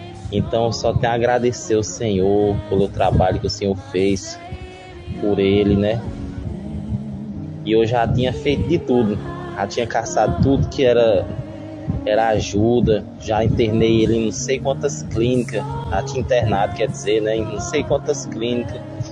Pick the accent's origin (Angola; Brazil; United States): Brazil; Balsas, Maranhão; Eu sou aqui de Balsa mesmo, senhor. O senhor já sabe, né? Eu já fiz a fichinha com o senhor. Sou aqui de Balsas.